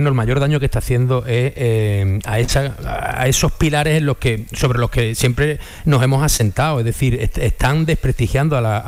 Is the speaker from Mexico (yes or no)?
no; Spain; es muy triste y es muy duro ver como español y como ciudadano que nuestro gobierno